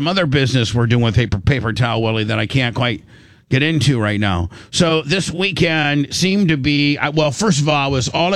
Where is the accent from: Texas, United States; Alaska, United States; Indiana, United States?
Indiana, United States; And listen, I do know growing up in Indiana, indoctrinated.